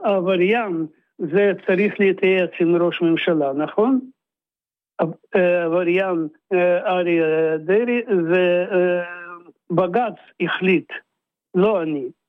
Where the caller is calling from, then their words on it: the Krayot, Haifa District, Israel; אני אמרתי לך, קריות.